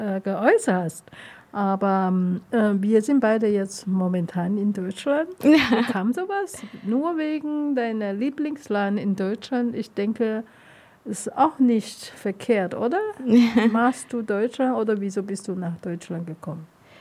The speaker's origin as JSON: {"language": "German", "country": "Taiwan", "second_language": "German", "moved": "yes", "lives_now": "Germany", "said": "Ich komme persönlich aus Taiwan. Mhm. Ich habe natürlich auch meine taiwanische Verhaltung."}